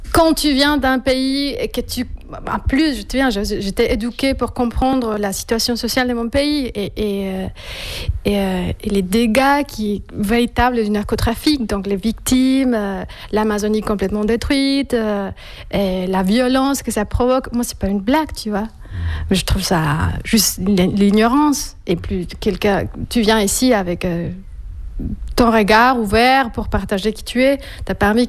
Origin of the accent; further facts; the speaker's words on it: Bogotá, Colombia; French is a second language; quand j'avais mes premières années jusqu'aux 12 ans. Bah, moi, j'ai vécu l'histoire des Pablo Escobar chez moi à Bogota, où il y avait des bombes